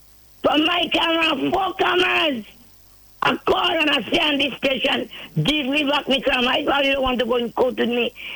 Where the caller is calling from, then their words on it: Grenada; I'm a Grenadian and a citizen of this country.